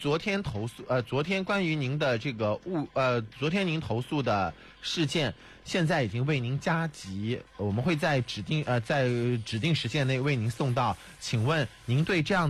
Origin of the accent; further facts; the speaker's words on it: Anhui, China; 我们安徽人有可能呢了不分。